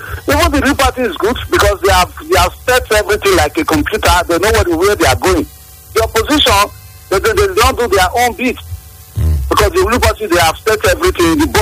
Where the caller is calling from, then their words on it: Benin; I'm calling from Benin.